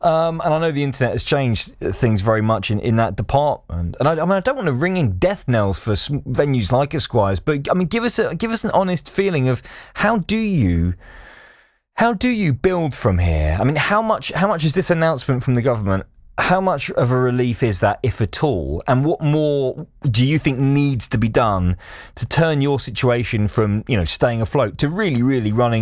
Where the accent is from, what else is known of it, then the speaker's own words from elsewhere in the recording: Hitchin, East of England, United Kingdom; I grew up in Hitchin in Hertfordshire, where we had Club 85.